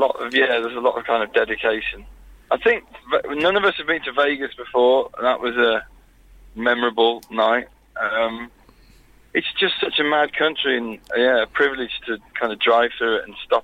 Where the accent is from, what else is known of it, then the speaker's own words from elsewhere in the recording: Birmingham, West Midlands, United Kingdom; we're from Birmingham